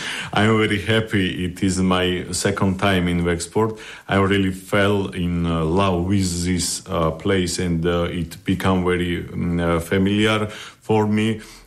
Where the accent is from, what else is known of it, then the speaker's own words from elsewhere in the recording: Tbilisi, Georgia; I am from Georgia, Tbilisi, from a very beautiful and very old country.